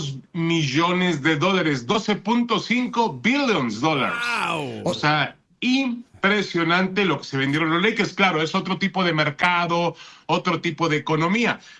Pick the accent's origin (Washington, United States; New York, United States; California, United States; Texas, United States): California, United States; Newport Beach; No, porque no, yo ahí vivía. Yo soy nativo de ahí. Newport Beach.